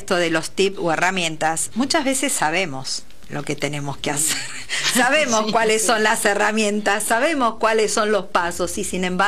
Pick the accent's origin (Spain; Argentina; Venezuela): Argentina; Quilmes, Buenos Aires Province; estamos acá, somos de Quilmes. Y queremos fomentar todo esto en nuestra zona, ¿no?